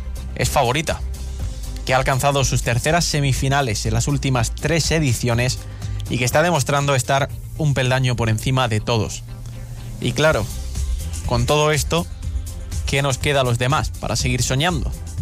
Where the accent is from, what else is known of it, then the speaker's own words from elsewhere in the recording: Spain; somos españoles